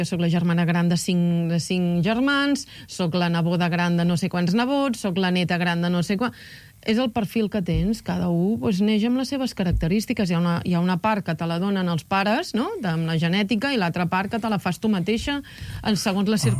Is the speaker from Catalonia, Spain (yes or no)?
yes; Catalonia, Spain; also born or lived in Madrid; com jo sóc catalana i a més catalanista